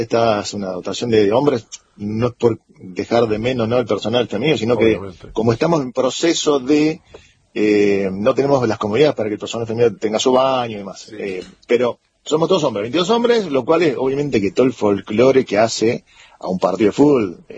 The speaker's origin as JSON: {"language": "Spanish", "country": "Argentina", "moved": "as an adult", "lives_now": "Antarctica", "said": "somos argentinos"}